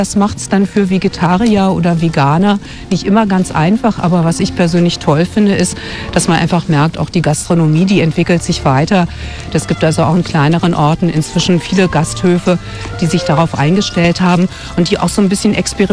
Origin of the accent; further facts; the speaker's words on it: Berlin, Germany; Die Berlinerin kommt aus West-Berlin ursprünglich